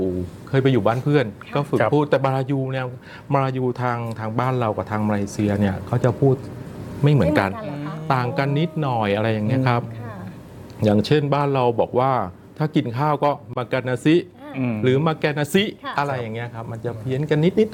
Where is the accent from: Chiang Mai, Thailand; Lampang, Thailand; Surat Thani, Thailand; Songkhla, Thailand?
Songkhla, Thailand; Sadao; born there; อำเภอสะดาวจังหวัดสงขลานะครับ